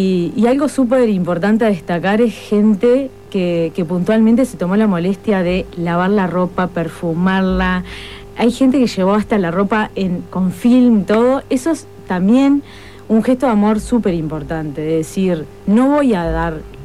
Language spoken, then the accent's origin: Spanish; Maldonado, Uruguay; moved away as an adult; also born or lived in Montevideo; Particularmente yo soy de Maldonado, si bien hasta ahora estaba en Montevideo y me vine para este proyecto